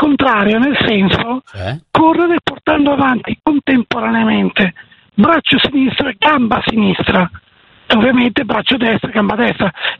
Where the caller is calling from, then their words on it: Cornaredo, Lombardy, Italy; sto rientrando a casa dopo il lavoro, zona Cornaredo